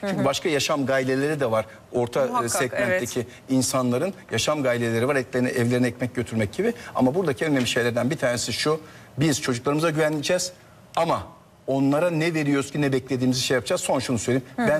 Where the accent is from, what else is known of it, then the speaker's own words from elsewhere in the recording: Rize, Turkey; Ben Rize'yim.